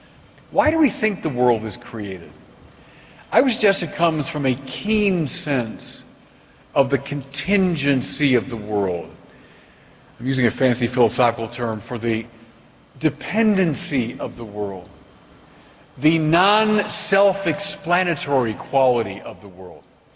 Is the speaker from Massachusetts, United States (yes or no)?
no; Chicago, Illinois, United States; I'm Bishop of Winona, Rochester in Minnesota. I'm from Chicago.